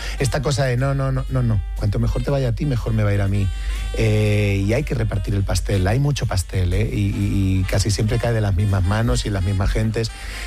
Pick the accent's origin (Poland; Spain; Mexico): Spain; Getafe, Community of Madrid; Yo vengo de Getafe.